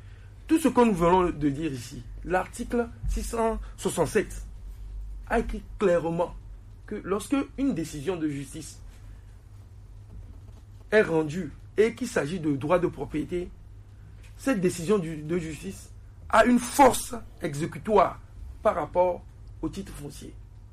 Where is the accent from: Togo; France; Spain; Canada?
Togo; Parce que ce que les gens sont en train de dire, nous connaissons, nous sommes des Togolais.